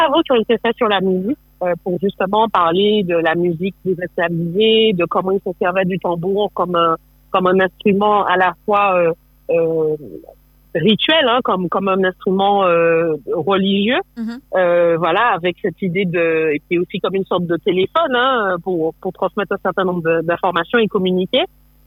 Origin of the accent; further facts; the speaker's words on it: Martinique; je suis martiniquaise, donc c'est une histoire avec laquelle, qu'on le veuille ou non, elle est là avec nous, en fait. J'ai grandi en Martinique